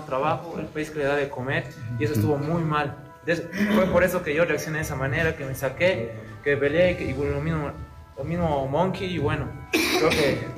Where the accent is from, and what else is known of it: Bolivia